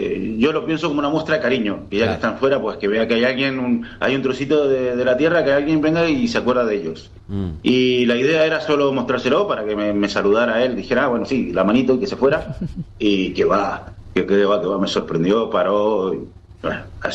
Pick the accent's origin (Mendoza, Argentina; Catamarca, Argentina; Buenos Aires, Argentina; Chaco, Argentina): Mendoza, Argentina; Guaymallén; moved away as an adult; now in Madrid, Spain; Yo soy de Mendoza. He vivido siempre en Guaymallén, en distintos barrios, pero uh-huh. siempre en Guaymallén. Y me fui por la situación económica.